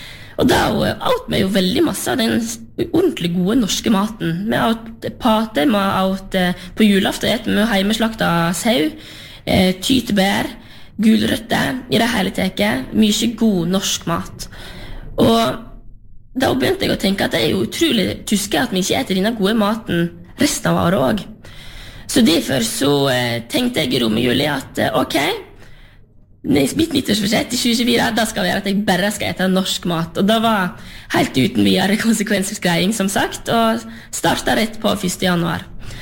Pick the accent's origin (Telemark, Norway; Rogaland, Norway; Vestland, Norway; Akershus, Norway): Vestland, Norway; Sørheim; jeg kommer jo fra Sørheim på sørsiden av Lustrafjorden, og etter hvert som jeg har vært større, så oppdaget jeg jo at verden er større enn Sørheim